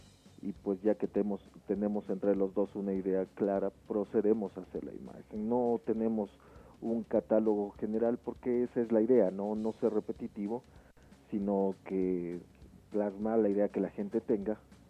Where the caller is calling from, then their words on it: Quito, Pichincha, Ecuador; Del sector de La Mariscal